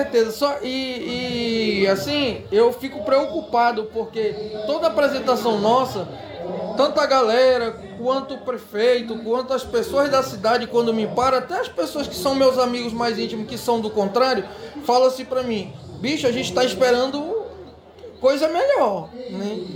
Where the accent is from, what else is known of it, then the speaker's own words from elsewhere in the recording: Manacapuru, Amazonas, Brazil; now in Tabatinga, Brazil; Eu venho de uma cidade que respira festival, eu sou de Manacapuru, sou da terra da Ciranda, e eu cresci nesse meio aí